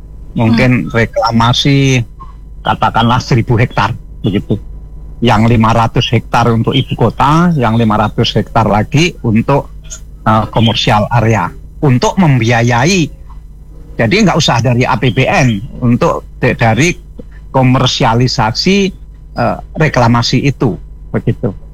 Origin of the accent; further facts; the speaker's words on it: Surabaya, East Java, Indonesia; Saya juga bangga sebagai orang Surabaya.